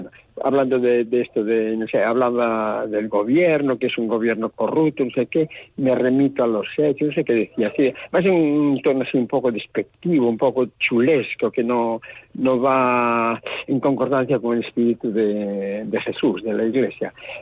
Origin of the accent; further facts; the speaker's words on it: Ares, Galicia, Spain; era ya en mi pueblo, yo era de Ares, vivía allá y era como hablábamos allí, aunque era un mal gallego, pero bueno, la aprendí así.